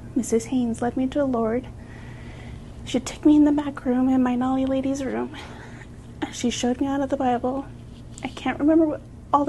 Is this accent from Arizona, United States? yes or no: yes; Wheatfields, Arizona, United States; I grew up on the Navajo Reservation. I grew up in Wheatfields